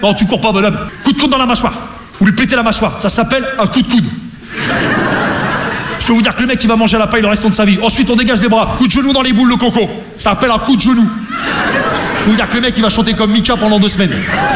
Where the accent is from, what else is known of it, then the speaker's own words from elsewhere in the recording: Rouen, Normandy, France; Parce que je viens de Rouen, tu vois, la Normandie, les Vikings, on est tous un peu des.